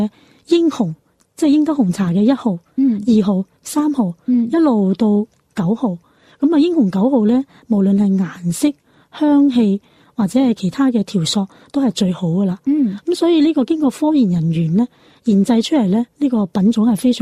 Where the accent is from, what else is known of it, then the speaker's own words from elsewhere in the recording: Guangzhou, Guangdong, China; 尤其係我哋廣州人嘅。